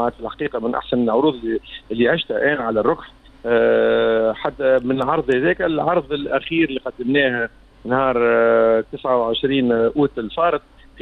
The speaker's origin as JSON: {"language": "Arabic", "country": "Tunisia", "said": "أنا بيتي متعدد الثقافات كتونسي"}